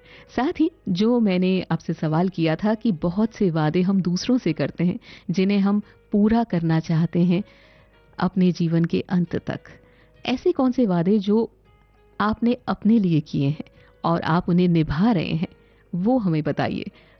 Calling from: Delhi, India; हमारे शहर दिल्ली में बरसात हो रही है बहुत जोरों से

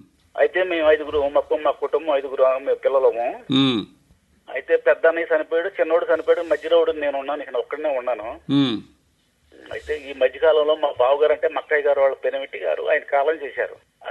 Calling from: Machilipatnam, Andhra Pradesh, India; నేను కృష్ణా జిల్లా మచిలీపట్నం నుంచి … మాట్లాడుతున్నానండి.

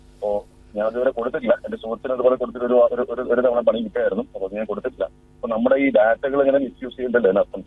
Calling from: Kannur, Kerala, India; ഞാൻ കണ്ണൂരിൽ

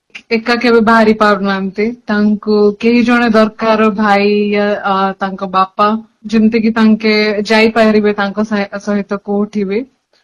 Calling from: Jeypore, Odisha, India; ମୁଁ ଜୟପୁରରୁ କହୁଛି।

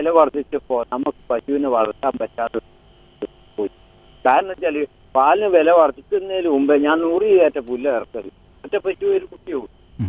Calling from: Peralassery, Kerala, India; Peralassery.

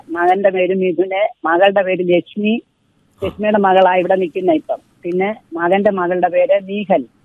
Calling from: Chengannur, Kerala, India; ചെങ്ങന്നൂർ കാരക്കാട് നിന്ന് വിളിക്കുവാ.

